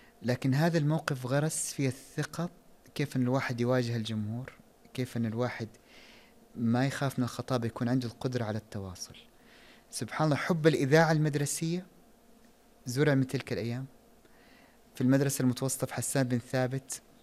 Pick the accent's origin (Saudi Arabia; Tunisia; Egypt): Saudi Arabia; Jeddah, Makkah Province; born there; moved away as an adult; also born or lived in Taif, Saudi Arabia / Japan; طبعا كانت الولادة في الطائف، دراستي الابتدائية كانت في مدرسة الجاحظة الابتدائية.